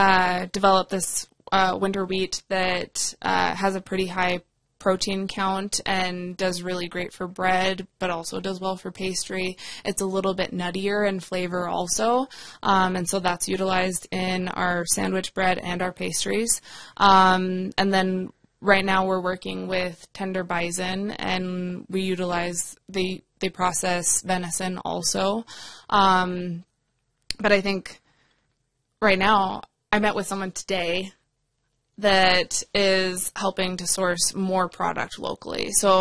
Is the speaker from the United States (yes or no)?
yes; White Earth Reservation, Minnesota, United States; I grew up on the White Earth Reservation, and so I have a preference.